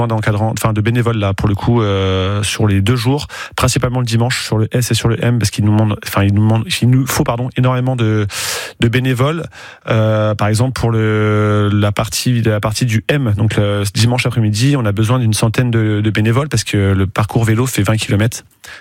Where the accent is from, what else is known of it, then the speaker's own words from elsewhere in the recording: Le Mans, Pays de la Loire, France; born there; moi, j'adore l'abbaye de Lépau. Moi, j'habite vraiment juste à côté. Je suis à Lille au Sport. Donc, cet endroit me passionne depuis que je suis tout petit. J'y habite depuis j'ai 33 ans et ça fait 33 ans que j'y habite.